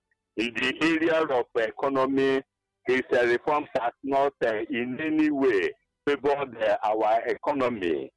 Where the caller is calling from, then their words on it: Enugu, Enugu State, Nigeria; I'm calling from Enugu.